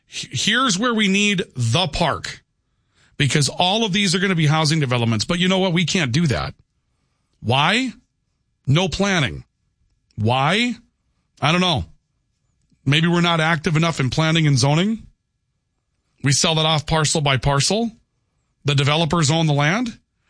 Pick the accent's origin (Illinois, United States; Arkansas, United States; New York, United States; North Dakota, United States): North Dakota, United States; Valley City; moved away; My hometown of Valley City, it had kind of three parks, but really two.